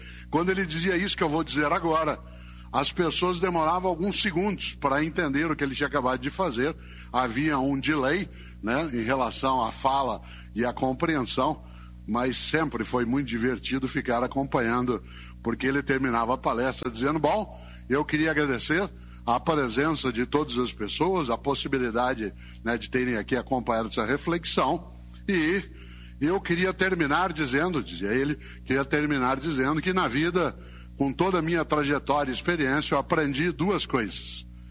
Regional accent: Londrina, Paraná, Brazil; eu nasci em Londrina, no norte do Paraná, no ano de 1954. E eu nasci no dia 5 de março.

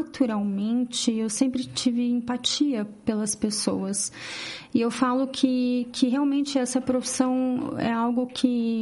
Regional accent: Itapeva, São Paulo, Brazil; moved away; Eu sou nascida numa cidade do interior de São Paulo, chama Itapeva. É no sul do estado.

